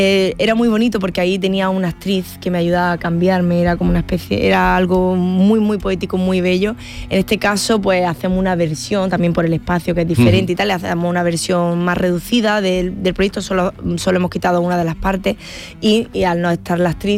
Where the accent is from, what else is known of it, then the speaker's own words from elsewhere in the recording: Granada, Andalusia, Spain; born there; hacemos un homenaje a Granada, a mi tierra